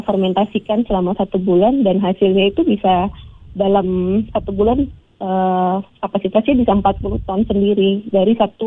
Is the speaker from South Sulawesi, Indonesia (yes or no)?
yes; Makassar, South Sulawesi, Indonesia; halo Pak Wibi, saya juga dari Makassar.